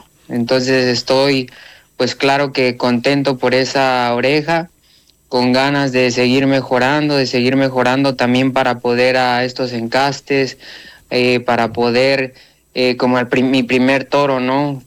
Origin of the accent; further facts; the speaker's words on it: Mexico; Que también como mexicano pueda sentirme orgulloso de eso.